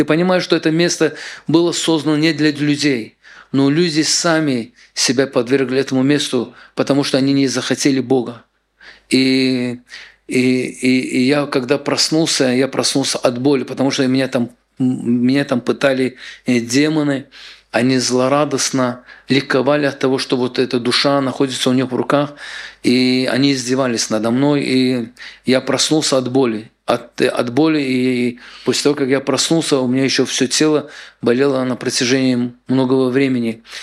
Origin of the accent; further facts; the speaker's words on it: Baku, Azerbaijan; now in Israel; я в Баку как бы был евреем. И у меня отец еврей, приехал в Израиль.